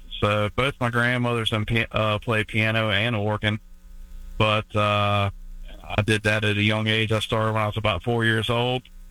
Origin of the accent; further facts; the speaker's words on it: Virginia, United States; A lot of friends, a lot of relatives, especially growing up in the Tidewater, Virginia area, you know, with all our, you know, we have Norfolk Naval Base so many bases around and Army bases, but a lot of military presence where I'm from.